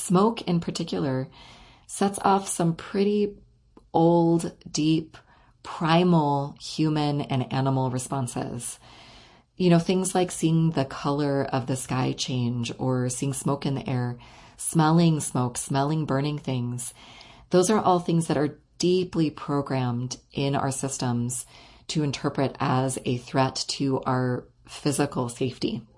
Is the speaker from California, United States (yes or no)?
yes; Orange County, California, United States; now in San Francisco Bay Area, United States; I grew up in Orange County and I have most of my family in LA County and in Orange County.